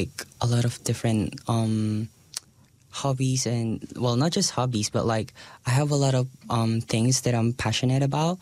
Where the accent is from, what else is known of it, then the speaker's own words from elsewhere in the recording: Philippines; moved away; by moving here, I would leave myself out back in the Philippines